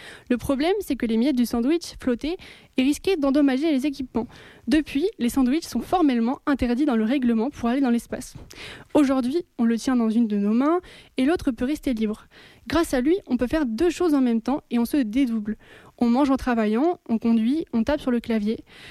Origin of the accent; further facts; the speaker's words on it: France; il arrive chez nous en France